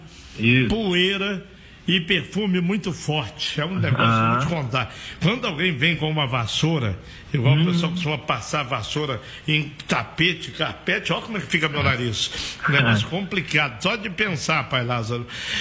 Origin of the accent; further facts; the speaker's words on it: Minas Gerais, Brazil; born there; moved away; Lá na minha terra, em Minas